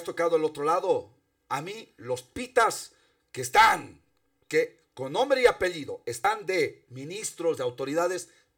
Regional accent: Bolivia; Son mis hermanos. Es mi gente. Somos bolivianos.

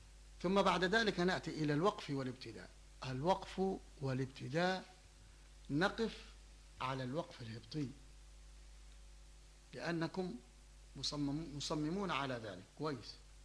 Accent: Tripoli, Tripoli District, Libya; also born or lived in Msallata; انتقلنا إلى الساحل، ثم انتقلنا بعد ذلك لما تزايد الحرب والاستعمار على بلادنا وعلى وطننا وعلى بلدتنا طرابلس هذه المحروسة ازدجاد. والدي كان من الذين يخافون، فخرجنا من طرابلس الغرب إلى منطقة مسلاتة في بجانب ترهونة، ما بين ترهونة والقمص

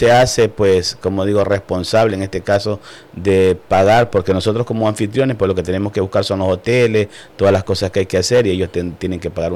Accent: Manabí, Ecuador; como ecuatoriano y como manavita

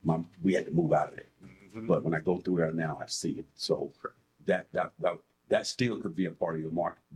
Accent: Birmingham, Alabama, United States; UAB, I was born in the University Hospital, grew up over there in that area as a child, and then we moved to the projects. Grew up poor

